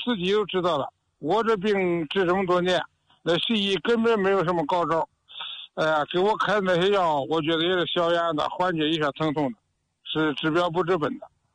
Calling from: Baoding, Hebei, China; 我是河北保定的。

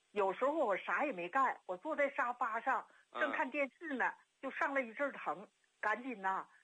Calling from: Jilin, China; 我是吉林的老朋友了。

